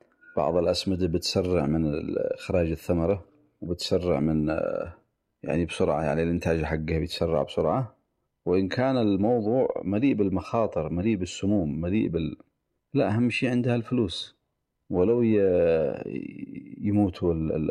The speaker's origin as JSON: {"language": "Arabic", "country": "Yemen", "said": "عندنا في اليمن محاصرين"}